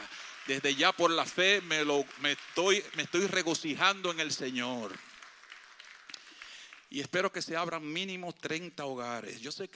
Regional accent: Dominican Republic

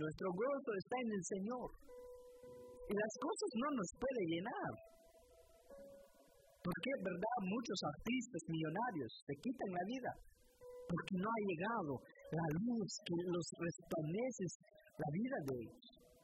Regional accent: Guatemala; moved away; estoy hablando del 2016 y 15, cuando estaba en mi país, Guatemala.

